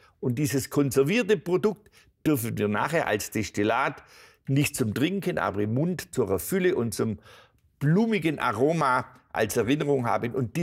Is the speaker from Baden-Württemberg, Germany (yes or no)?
yes; Baden-Württemberg, Germany; born there; ich bin in der Nähe geboren. Die Schwäbische Alb hat so viele dieser Flächen.